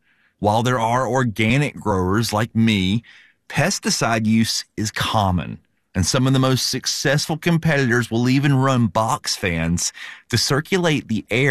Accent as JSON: {"language": "English", "region": "North Carolina", "country": "United States", "tie": "born or raised there", "said": "And at one point, my hometown in the Piedmont was hit by a 1,000-year storm that dropped 10 inches of rain in less than a day."}